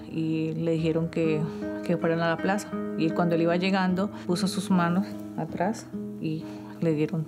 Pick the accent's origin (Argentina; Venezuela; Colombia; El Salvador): Colombia; now in United States; Salí de Colombia por razones de seguridad. Llegué a Estados Unidos hace 10 meses debido al conflicto armado que está viviendo nuestro país.